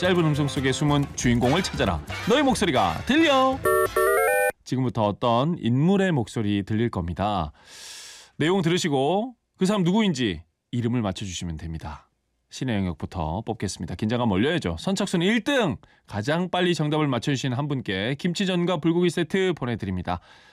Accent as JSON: {"language": "Korean", "region": "Gyeongsang", "country": "South Korea", "tie": "born or raised there", "said": "제가 경상도 출신이잖아요."}